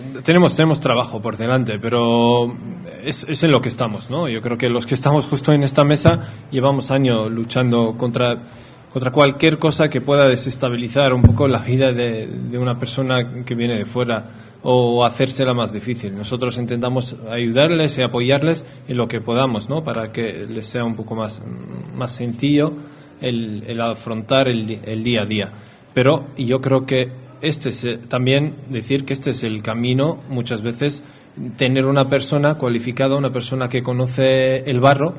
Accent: Basque Country, Spain; sino que nosotros, siendo vascos y vascas, tenemos una manera también de vivir que es nuestra casa, lo que hemos mamado de nuestras madres, de nuestros padres

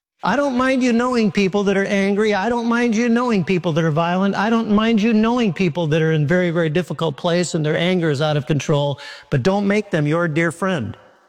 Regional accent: Minneapolis, Minnesota, United States; born or raised there

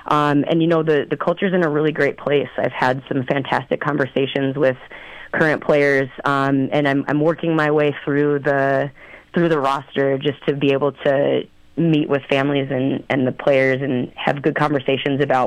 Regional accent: St. Louis, Missouri, United States; I was born in St. Louis, Missouri, and I grew up seven rows behind the plate at Busch Stadium in St. Louis.

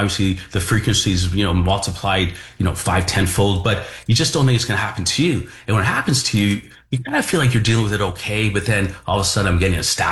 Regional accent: Mississauga, Ontario, Canada; I'm from Mississauga.

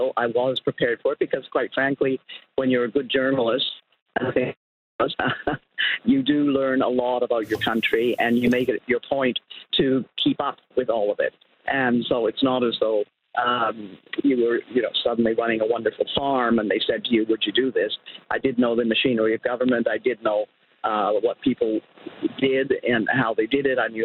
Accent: Ottawa, Ontario, Canada; I grew up in Ottawa, so and knew, you know, that it was the seat of government

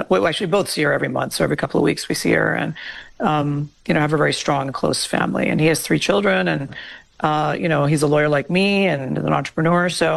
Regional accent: Deep South, United States; I grew up in the Deep South, and it's a very different place than when I moved there.

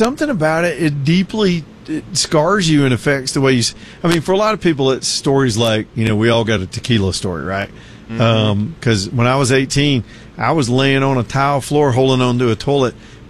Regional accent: Roanoke, Virginia, United States; But it was back in my hometown down the road in Roanoke, only about 15 minutes.

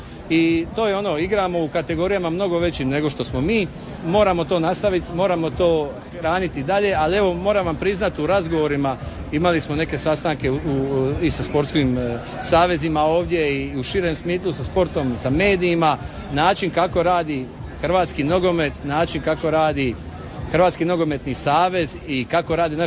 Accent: Croatia

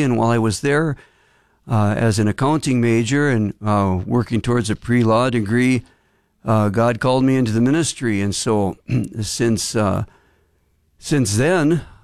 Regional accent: Chisholm, Minnesota, United States; So growing up in Chisholm

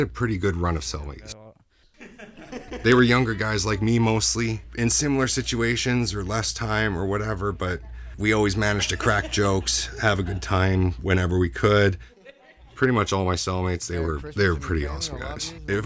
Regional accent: Canada; Being a Canadian traveler

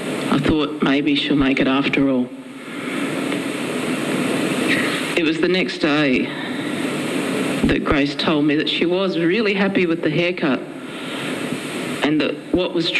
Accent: Logan, Queensland, Australia; growing up in Logan

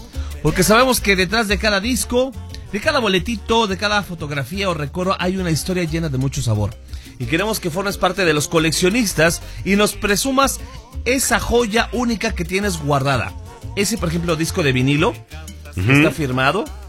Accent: Iztapalapa, Mexico City, Mexico; now in Yuma, United States; de Iztapasalsa, pero vivo en Yuma, Arizona.

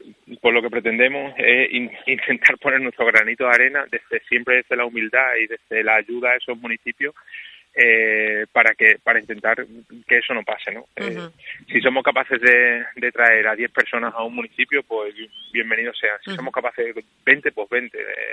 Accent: Ribera del Fresno, Extremadura, Spain; Ahora el proyecto está centrado en la comarca Tierra de Barros Sierra Grande, pues porque nosotros somos de Ribera del Fresno y porque creemos firmemente en nuestro territorio

